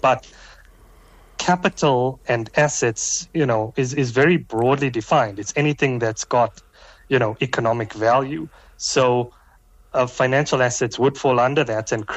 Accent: South Africa; as a South African citizen

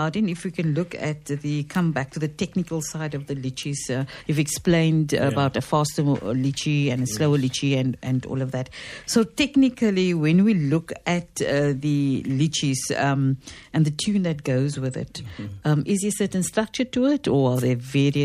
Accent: Cape Town, Western Cape, South Africa; I mean, I grew up in the Boer Kaap, so yes, I've seen it over the years.

